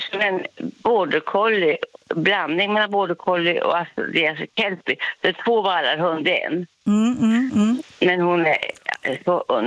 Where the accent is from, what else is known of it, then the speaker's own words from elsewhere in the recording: Hunnebostrand, Västra Götaland County, Sweden; now in Nora, Sweden; Nej, jag har inte. Jag kom långt ifrån. Jag var från Hunnebostrand. Och så kom jag hit upp och var ensam.